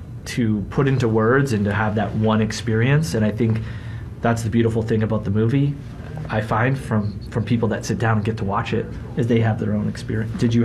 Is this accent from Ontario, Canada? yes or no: yes; Toronto, Ontario, Canada; not only is it my hometown